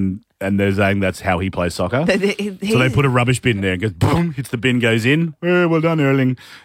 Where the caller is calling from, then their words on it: Australia; We're calling you from Australia.